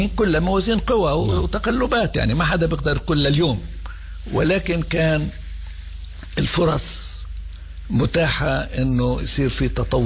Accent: Palestine; يعني إحنا لازم نعارض قرار 242 كفلسطينيين كثورة كمنظمة التحرير نعارضه.

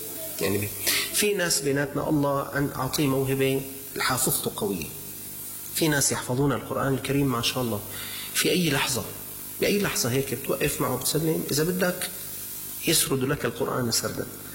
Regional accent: Syria; نحن معناته من يسكن في هذه البلدة

